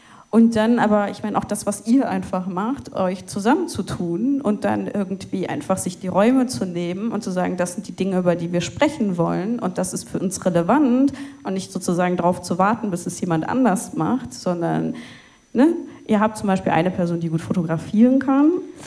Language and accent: German; Cologne, North Rhine-Westphalia, Germany; wieder nach Köln verschoben und was ich gemerkt habe, war, erstens, ich will irgendwie dem Ort, wo ich aufgewachsen bin, also konkret dem Viertel Köln-Kalk, was zurückgeben.